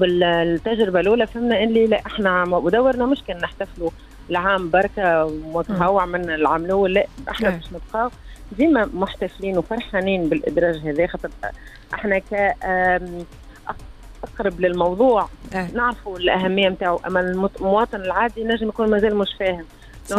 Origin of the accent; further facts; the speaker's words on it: Djerba, Medenine, Tunisia; للحومة في جربة